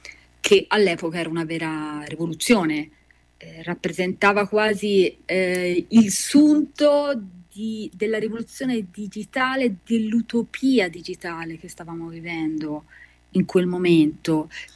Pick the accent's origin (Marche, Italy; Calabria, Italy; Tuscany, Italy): Tuscany, Italy; Prato; Io sono di Prato